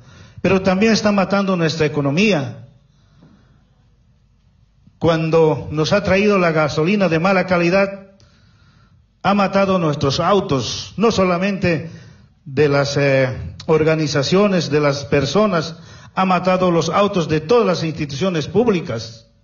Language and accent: Spanish; Bolivia